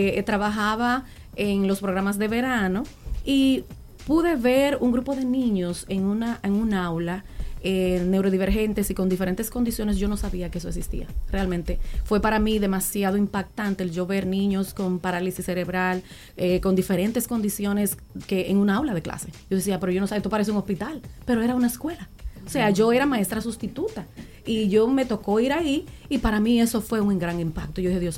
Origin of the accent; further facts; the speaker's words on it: Dominican Republic; moved away as an adult; now in United States; soy oriunda de República Dominicana